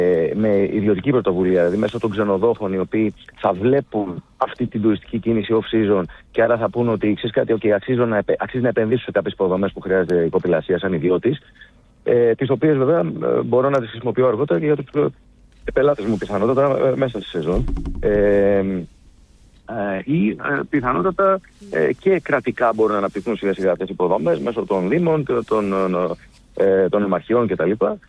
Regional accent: Skiathos, Thessaly, Greece; από τη Σκιάθου, από το νησί μου

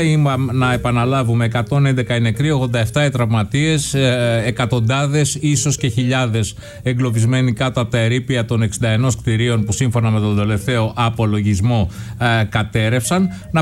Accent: Corfu, Ionian Islands, Greece; στην Κέρκυρα, στην πατρίδα μου την ιδιαίτερη

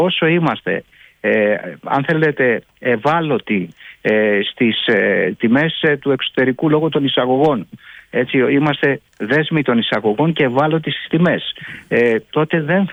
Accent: Greece

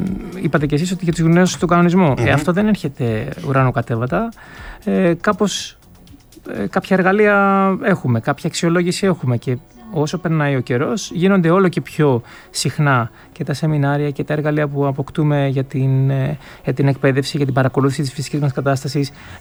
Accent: Greece

